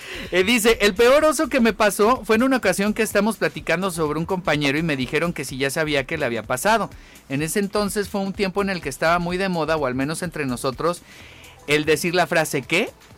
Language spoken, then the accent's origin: Spanish; Oaxaca, Mexico; no jefe, soy mexicano de Oaxaca